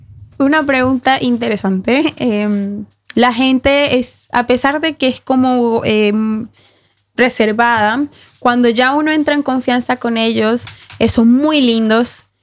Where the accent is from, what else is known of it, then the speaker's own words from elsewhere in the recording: Barranquilla, Atlántico, Colombia; moved away as an adult; now in Norway; yo vengo de Barranquilla, la tierra de … saben, y de Sofía Vergara.